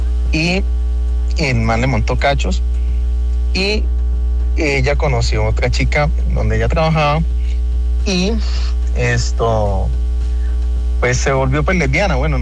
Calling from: Piedecuesta, Santander, Colombia; Estoy llamando desde por acá de Piedecuesta.

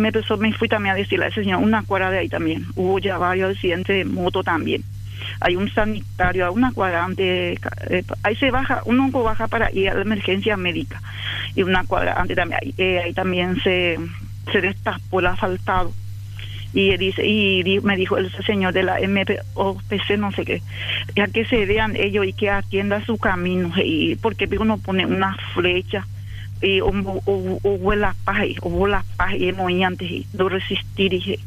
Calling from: Itauguá, Central, Paraguay; Soy la señora de Itagua.

